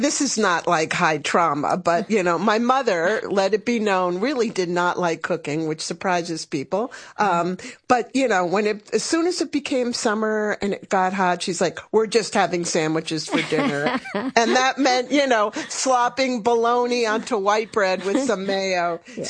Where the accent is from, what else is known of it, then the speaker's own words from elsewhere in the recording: New York, United States; Growing up in New York, you know, the big treat was we're going for an Italian.